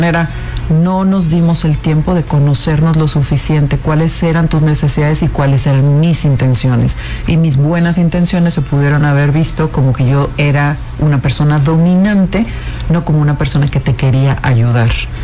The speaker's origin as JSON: {"language": "Spanish", "town": "Monterrey", "region": "Nuevo León", "country": "Mexico", "also_born_or_lived": "Mexico City / Villahermosa", "accent": "norteño", "moved": "as an adult", "said": "tuve que bajar mi ritmo y mi tono tan golpeado que tenemos en el norte. Yo soy regia, regia, y se me nota hasta el hueso."}